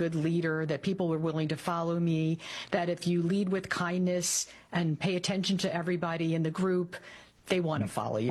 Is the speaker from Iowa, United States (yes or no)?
no; Philadelphia, Pennsylvania, United States; I am from the far northeast, Philadelphia, and I'm the oldest of three.